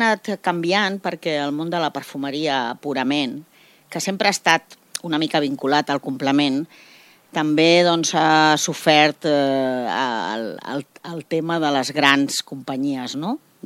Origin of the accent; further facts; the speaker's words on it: Castelldefels, Catalonia, Spain; born there; Jo sóc nascuda aquí a Castelldefels, tota la vida he estat al comerç